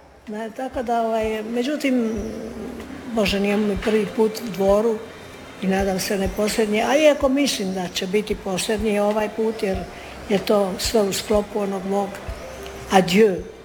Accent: Dubrovnik, Dubrovnik-Neretva County, Croatia; Dubrovnik je moj rodni grad, ja nemam tu šta reći, osim da sam mu vjerna do kraja života.

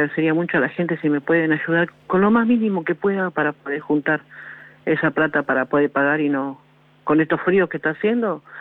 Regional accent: Villa Rosa, Buenos Aires Province, Argentina; Yo acá de Villa Rosa soy.

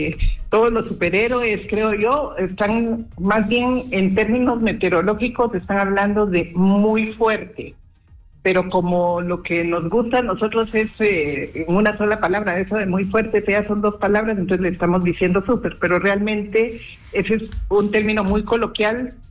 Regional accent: Guatemala City, Guatemala Department, Guatemala; aquí como buenos capitalinos

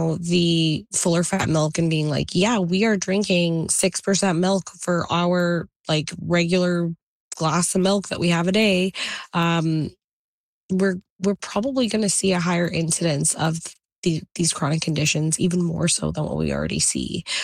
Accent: India; I'll say India just because I'm Indian

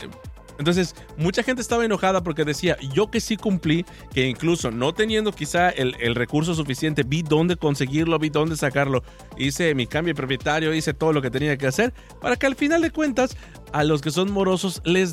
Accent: Mexico; como mexicanos de por sí dejamos todo para último momento.

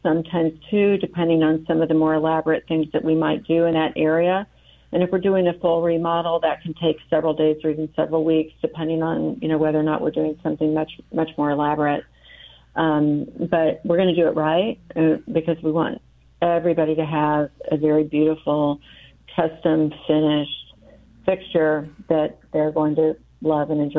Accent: Petersburg, Illinois, United States; now in Springfield, United States; I grew up in Petersburg.

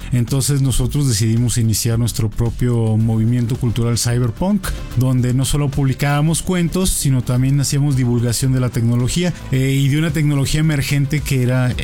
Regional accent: Puebla, Mexico; also born or lived in Tampico, Tamaulipas / Mexico City; yo nací en Tampico, Tampico, Tamaulipas, pero desde los 6 años viví en Puebla

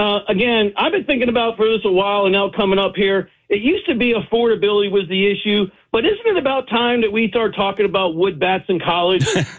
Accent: St. Petersburg, Florida, United States; born there; now in Charleston, United States; I'm from St. Pete.

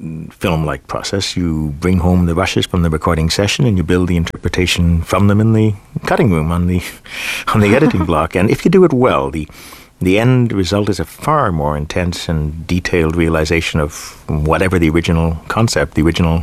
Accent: Canada; if you'll forgive me for being Canadian

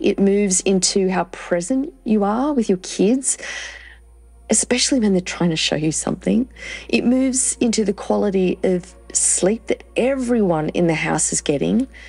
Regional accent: New South Wales, Australia; I grew up in Central West New South Wales myself in a small country town of 264 people

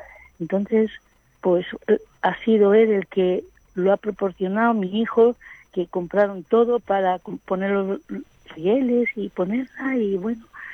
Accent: Madrid, Community of Madrid, Spain; Sí, señor, soy de Madrid.

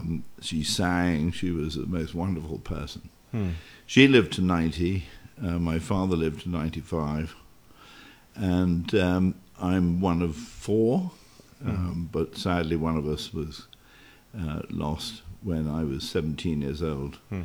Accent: Scotland, United Kingdom; accent: Queen's English; also born or lived in London; And born in London, but bred in Scotland. And but my accent is, as probably every listener will guess, is the what we refer to as the Queen's English or the King's English or even Oxbridge

